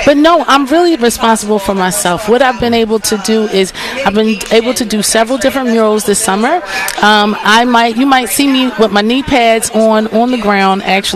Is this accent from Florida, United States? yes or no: no; Philadelphia, Pennsylvania, United States; born and raised in Philadelphia.